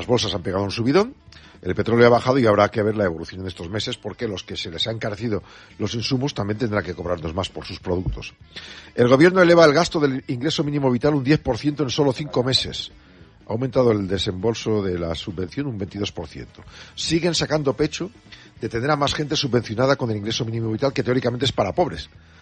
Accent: Spain; Eso es una cosa tremenda, como somos los españoles.

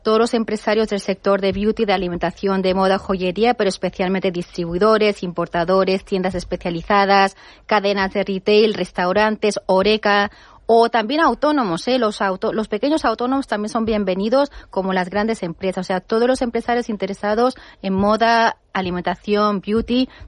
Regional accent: South Korea; now in Spain; coreanos. O sea, tenemos mucho interés en España y yo quería que también los españoles tuvieran interés en mi país.

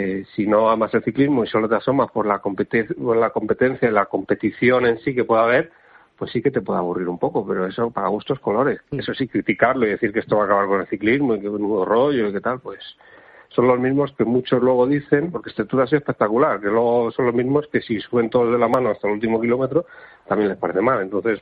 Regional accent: Segovia, Castile and León, Spain

